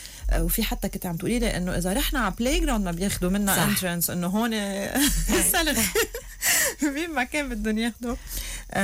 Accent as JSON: {"language": "Arabic", "country": "Lebanon", "said": "بدي افتح مزدوجين انه هنتنا كلبنانيين كيف بعدنا صامدين بهالبلد."}